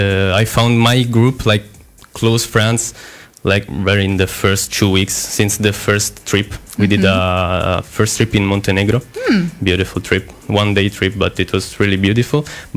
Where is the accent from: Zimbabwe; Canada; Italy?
Italy; moved away; I'm from Italy.